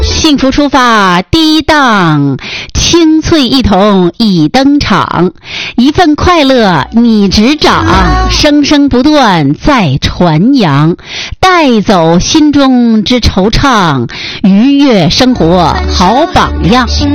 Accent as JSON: {"language": "Chinese", "region": "Northeast China", "country": "China", "said": "咱们东北人"}